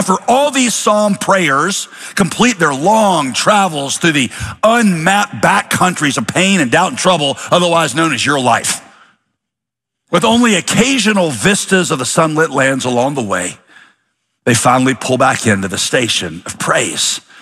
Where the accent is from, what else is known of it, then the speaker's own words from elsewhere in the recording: Winston-Salem, North Carolina, United States; Now, some of you might know, I grew up in Winston-Salem. That was my home city from the time I was two to went to college in Winston-Salem.